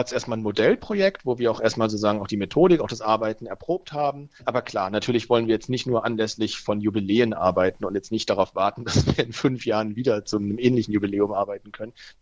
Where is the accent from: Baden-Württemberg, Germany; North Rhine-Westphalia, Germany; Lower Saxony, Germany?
Baden-Württemberg, Germany; Freiburg; moved away as an adult; also born or lived in Russia / Poland; now in Berlin, Germany; ich bin jetzt 36 Jahre, also ich hatte sozusagen die deutsche Wiedervereinigung nicht so aktiv erlebt. Ich komme aus Freiburg, also auch relativ weit weg tatsächlich von der ehemaligen innerdeutschen Grenze.